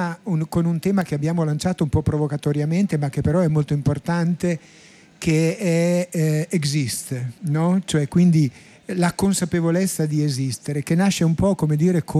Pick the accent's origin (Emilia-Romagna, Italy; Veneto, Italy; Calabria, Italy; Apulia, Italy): Emilia-Romagna, Italy; Rimini; siamo di Rimini e questo è il nostro cuore